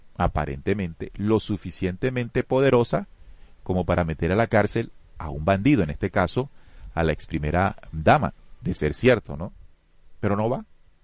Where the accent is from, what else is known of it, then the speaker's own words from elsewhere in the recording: Colombia; Eso es lo que nosotros como colombianos, ¿qué nos importa?